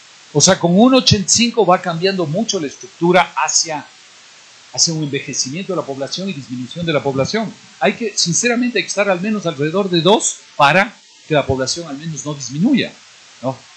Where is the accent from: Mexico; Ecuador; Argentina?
Ecuador